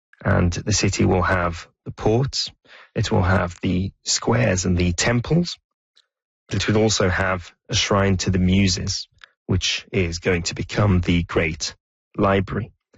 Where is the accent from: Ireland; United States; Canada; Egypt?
Egypt; Alexandria, Alexandria Governorate; also born or lived in United Kingdom; that's a very heartening thing for me as a British Alexandrian who has reached different parts of the world.